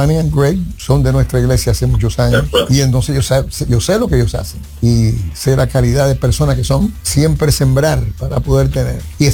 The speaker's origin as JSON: {"language": "Spanish", "country": "Cuba", "moved": "yes", "said": "soy cubano, llevo aquí desde el año 62."}